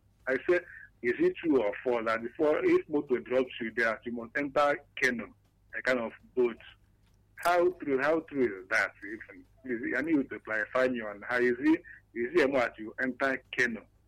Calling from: Enugu State, Nigeria; I'm calling from Iwolo community.

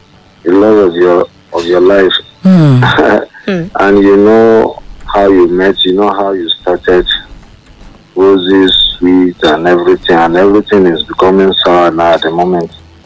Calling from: Ikeja, Lagos, Nigeria; I'll calling from Ikeja.

